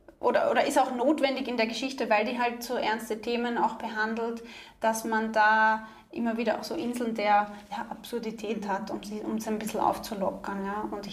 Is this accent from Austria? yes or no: yes; Austria; Sagt man ja bei uns in Österreich die ledige Semmel.